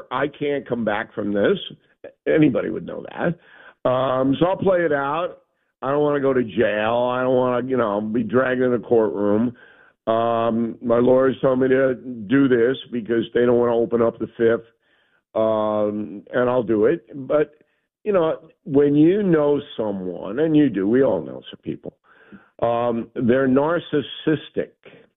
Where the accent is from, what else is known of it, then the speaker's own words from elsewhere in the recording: Levittown, New York, United States; my father was born in Brooklyn. I was raised in Levittown.